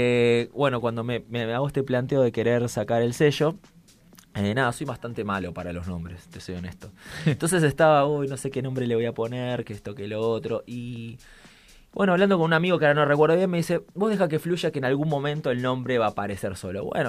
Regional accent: Buenos Aires, Argentina; Yo soy de Buenos Aires, capital

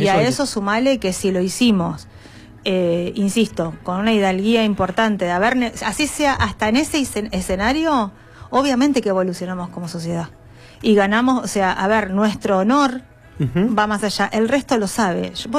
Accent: Argentina

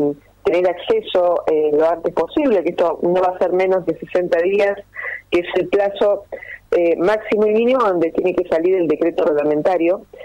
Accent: General Roca, Río Negro, Argentina; moved away; Yo soy de Roca, exactamente.

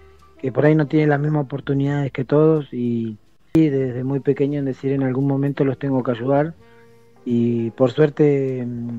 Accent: Argentina; me crié entrenando en La Barda, que es acá, pegadito a estos barrios

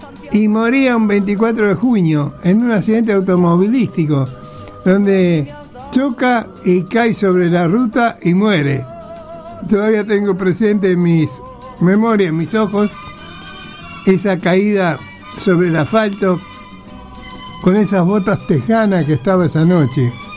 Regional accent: Argentina

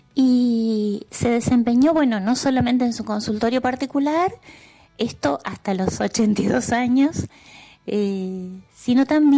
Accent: Argentina; Nosotros con mis hermanos, Gabriela y Daniel, tuvimos la fortuna de habernos criado en una ciudad en la que cada vez que decíamos nuestro nombre, alguien nos preguntaba, ay, ¿qué sos del doctor?

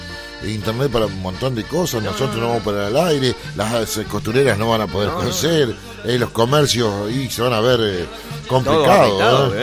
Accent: Entre Ríos, Argentina; en nuestro Entre Ríos

